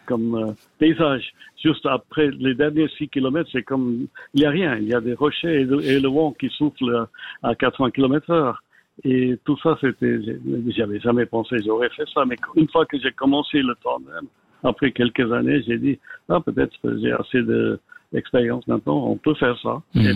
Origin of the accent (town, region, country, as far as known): Geneva, Switzerland; born or raised there